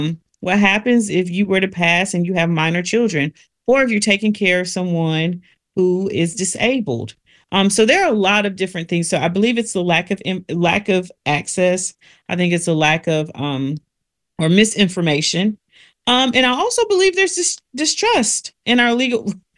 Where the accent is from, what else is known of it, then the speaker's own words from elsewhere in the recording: South Carolina, United States; North Carolina, unlike our state down south, I'm from South Carolina, doesn't recognize common law marriage.